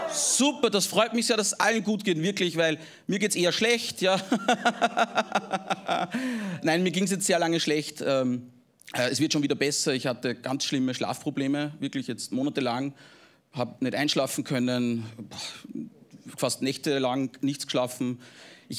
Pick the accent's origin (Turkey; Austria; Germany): Austria; Engerwitzdorf, Upper Austria; Ja, ich komme aus Oberösterreich, das liegt in Österreich, aus der Region des Mühlviertels. Das Dorf heißt Engerwitzdorf, ist sehr klein